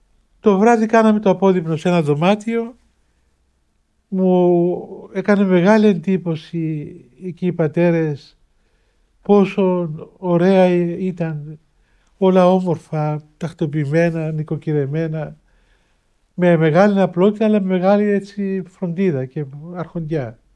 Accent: Cyprus; εγώ είμαι Κύπριος, μόλις φτάνει από την Κύπρο και δεν το ξέρω, πού να σκεφτώ τίποτα άλλο

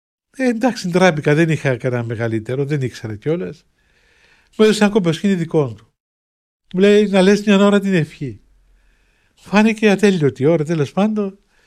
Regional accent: Cyprus; εγώ είμαι Κύπριος, μόνος φτάνει από την Κύπρο

